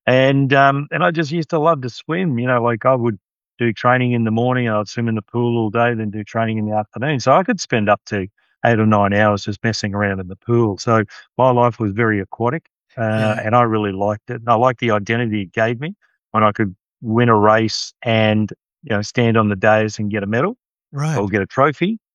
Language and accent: English; Rockhampton, Queensland, Australia; I grew up in a country town called Rockhampton, and it's in central Queensland